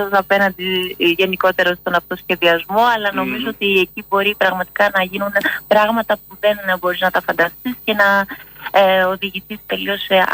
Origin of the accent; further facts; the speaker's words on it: Drama, Eastern Macedonia and Thrace, Greece; εγώ είμαι από τη Δράμα